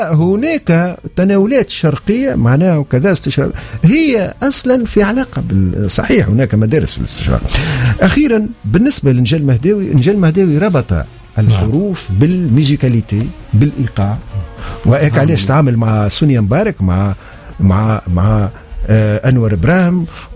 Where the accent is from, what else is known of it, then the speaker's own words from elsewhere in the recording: Tunisia; بعد ما نعيش اي وعندنا في تونس وفي منوبة